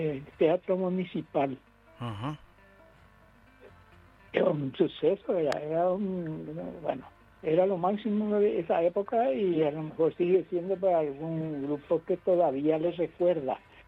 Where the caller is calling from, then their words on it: Paraguay